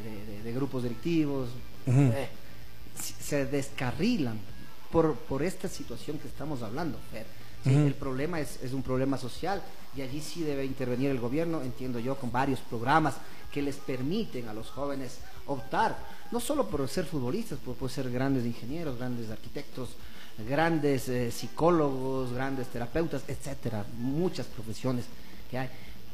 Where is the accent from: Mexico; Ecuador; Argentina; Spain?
Ecuador